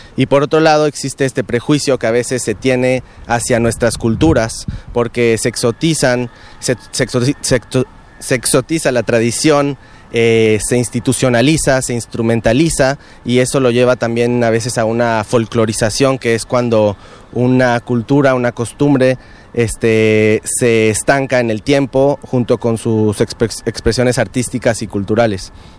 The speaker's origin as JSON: {"language": "Spanish", "town": "Xalapa", "region": "Veracruz", "country": "Mexico", "also_born_or_lived": "Toulouse, France", "said": "hace poco tuve la fortuna de regresar a México y me di cuenta que cambia la ciudad, vengo de Jalapa, Veracruz, México"}